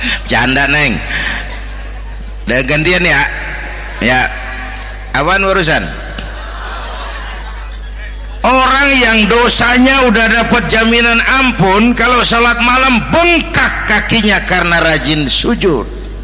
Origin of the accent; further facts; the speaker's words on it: Jakarta, Indonesia; Ya, ya, ya kita Betawi, Betawi kan mah susah udah nukangin.